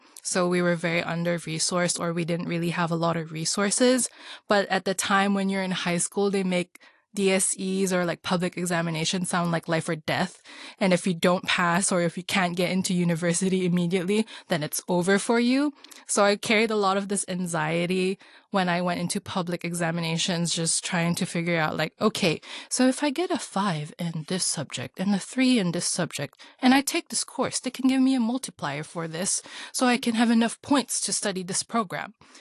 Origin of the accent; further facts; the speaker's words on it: Hong Kong; I grew up here in Hong Kong. I was born and raised here